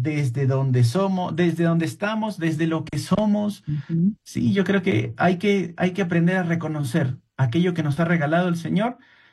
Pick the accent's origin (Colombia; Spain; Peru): Peru; Arequipa; born there; moved away; yo soy exalumno jesuita del Colegio San José de Arequipa